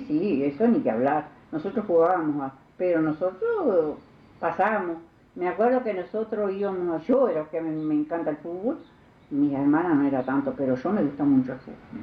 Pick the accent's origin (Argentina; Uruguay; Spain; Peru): Uruguay; Vergara, Treinta y Tres; born there; Nací acá en Vergara.